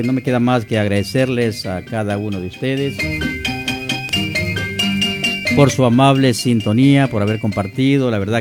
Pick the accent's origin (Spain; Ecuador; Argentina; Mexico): Ecuador; Manabí; now in Esmeraldas, Ecuador; Manabí, mi tierra santa, no sé, pero en todo caso, desde Esmeraldas